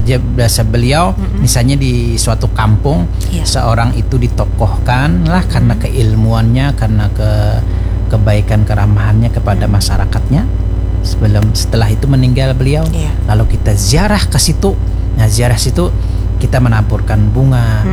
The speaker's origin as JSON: {"language": "Indonesian", "area": "Banjar", "region": "South Kalimantan", "country": "Indonesia", "said": "kebiasaan orang kita Banjar ini"}